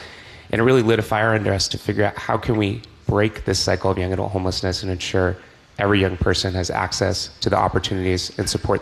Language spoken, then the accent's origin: English; Westboro, Massachusetts, United States; growing up in Westboro, I had the opportunity to represent my town as part of this statewide service initiative that takes one eighth grader from every city and town in Massachusetts